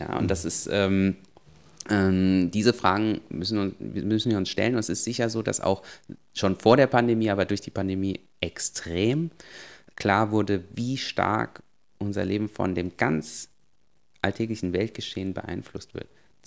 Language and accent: German; Germany; born there; Also ich selber, ja, ich bin geboren in Deutschland von einem sogenannten bio-weißen deutschen Vater und einer koreanischen Mutter.